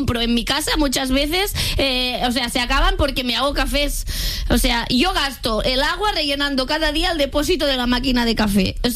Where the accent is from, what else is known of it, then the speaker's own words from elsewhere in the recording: Catalonia, Spain; Yo bebo agua porque soy catalana, ¿vale?